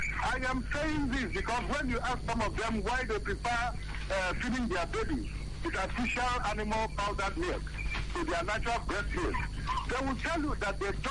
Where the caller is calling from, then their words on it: Imo, Nigeria; I'm calling from my community, Olugedegu, in Oluechie, of Imo State.